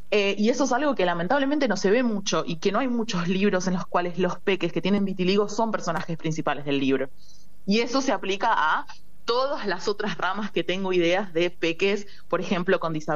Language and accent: Spanish; Argentina; moved away as an adult; now in Canada; Argentina sigue siendo Argentina, mi gente está en Argentina, mi cultura está en Argentina